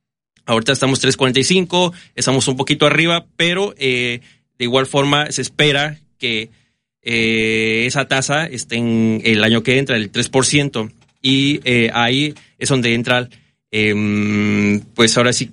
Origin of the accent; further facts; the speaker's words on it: Mexico; nos afecta a nosotros como economía mexicana.